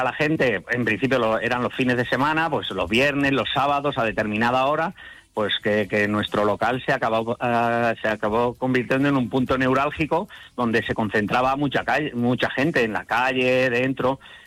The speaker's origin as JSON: {"language": "Spanish", "town": "Granada", "region": "Andalusia", "country": "Spain", "said": "Somos de Granada, intentar sacar a la gente a mediodía."}